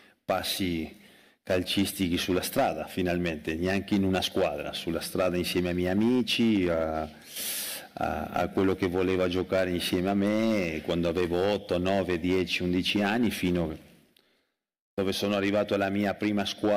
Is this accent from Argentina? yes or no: yes; Buenos Aires, Argentina; Italian is a second language; sono cresciuto a Buenos Aires, come lo hai detto tu, a Florida